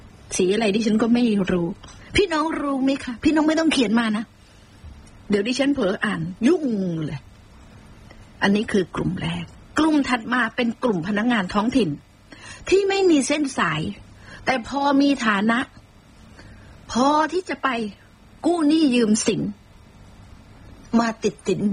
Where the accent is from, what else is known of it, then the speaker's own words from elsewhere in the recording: Phuket, Thailand; born there; ดิฉันนี่เกิดมาเป็นคนภูเก็ตโดยกำเนิดนะเกิดถนนดีบุก